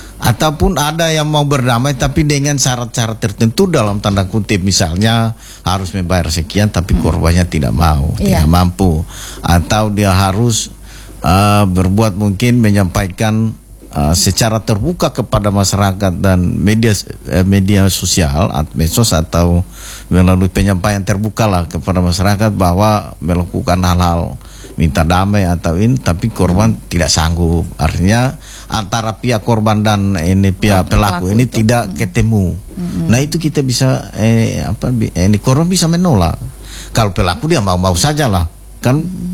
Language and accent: Indonesian; East Nusa Tenggara, Indonesia; kita orang NTT ini harga diri nomor satu, Pak.